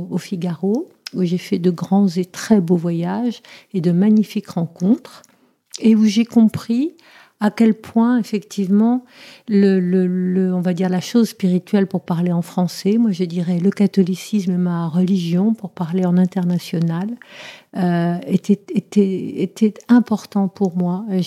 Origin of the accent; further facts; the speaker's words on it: Morocco; born there; also born or lived in Germany; Alors, je suis née au Maroc, dans la lumière de l'Orient.